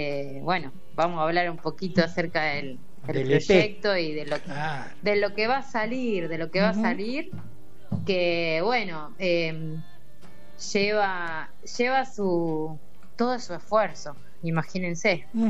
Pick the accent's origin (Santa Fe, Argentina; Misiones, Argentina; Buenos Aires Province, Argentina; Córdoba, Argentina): Buenos Aires Province, Argentina; Saladillo; yo soy de Saladillo